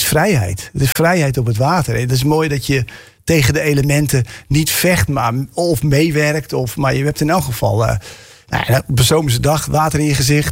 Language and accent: Dutch; Netherlands; Watersport is natuurlijk, dat zit in onze DNA als Nederlanders. En zeker hier in de polder natuurlijk.